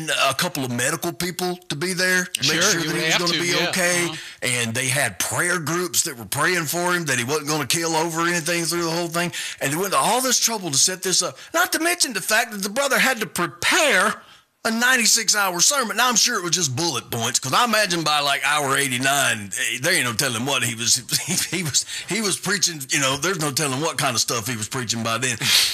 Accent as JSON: {"language": "English", "town": "Soso", "region": "Mississippi", "country": "United States", "tie": "born or raised there", "moved": "yes", "said": "Which is not far from my hometown of Soso, Mississippi."}